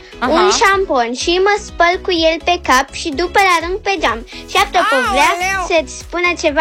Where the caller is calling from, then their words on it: Cluj-Napoca, Cluj County, Romania; din Cluj-Napoca, am 6 ani și o să îți spun, adică am 7 ani